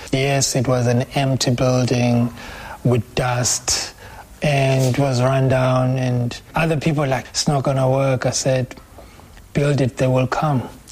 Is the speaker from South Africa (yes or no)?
yes; Makhanda, Eastern Cape, South Africa; Growing up in Makanda, as an artist, hip-hop artist, and around 1996. We didn't have a place to perform.